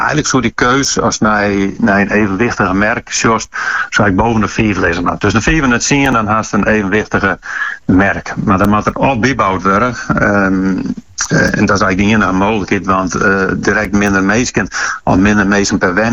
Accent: Friesland, Netherlands; Nee, we zijn Fries natuurlijk al een beetje hoos.

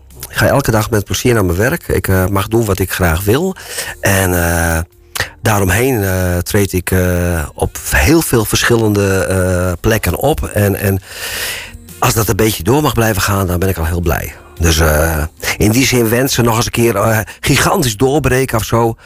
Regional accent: Friesland, Netherlands; ik ben een Friese

